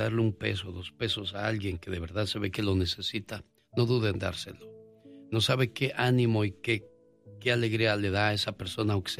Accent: Oaxaca, Mexico; now in Flagstaff, United States; Yo vengo de... Soy de Flagstaff, Arizona. Vengo de la Mixteca oaxaqueña.

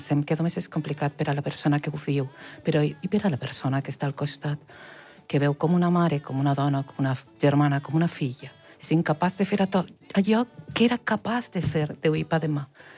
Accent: Xeraco, Valencian Community, Spain; Jo de Xeraco.

